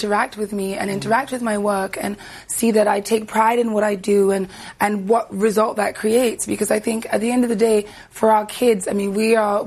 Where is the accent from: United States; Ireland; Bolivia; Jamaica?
Jamaica; I'm Jamaican